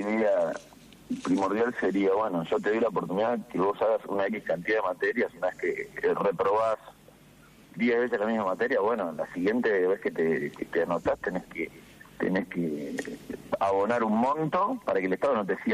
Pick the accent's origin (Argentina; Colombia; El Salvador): Argentina